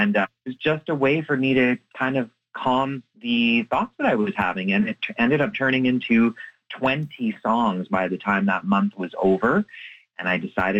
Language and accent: English; Flin Flon, Manitoba, Canada; born or raised there